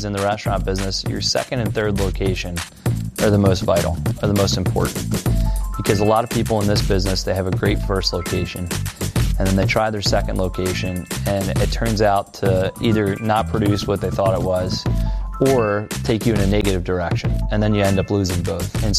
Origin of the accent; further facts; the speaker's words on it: Timonium, Maryland, United States; born there; now in Baltimore, United States; I was born in Timonium, Maryland, and lived in Baltimore, Maryland here the last 17 years. Both sides of my family are born and bred Baltimore people.